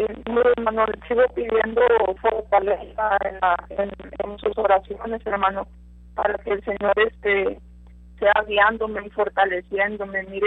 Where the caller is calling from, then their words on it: Piedras Negras, Coahuila, Mexico; de Piedras Negras